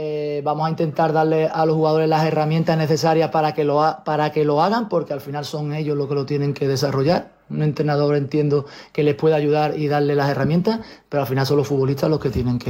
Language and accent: Spanish; Morón de la Frontera, Andalusia, Spain; yo soy de Morón y esto me coge muy cerca.